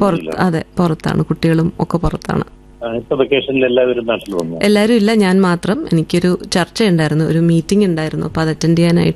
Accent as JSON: {"language": "Malayalam", "town": "Thiruvananthapuram", "region": "Kerala", "country": "India", "moved": "as an adult", "lives_now": "Germany", "said": "എന്റെ സ്ഥലം ട്രിവാൻഡ്രത്താണ്. ഫാമിലിയൊക്കെ പുറത്താണ്, ജർമ്മനിയിലാണ്. ഞാനിപ്പോ വെക്കേഷന് വേണ്ടിയിട്ട് നാട്ടില് വന്നിരിക്കുകയാണ്."}